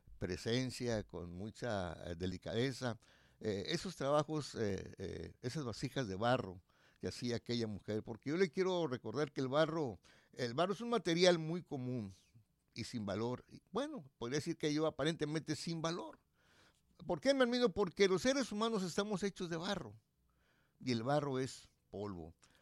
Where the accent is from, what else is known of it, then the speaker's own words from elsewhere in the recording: Xicoténcatl, Tamaulipas, Mexico; moved away; Cuando yo vivía allá en mi pueblo, allá en Jicotenca, el Tamaulipas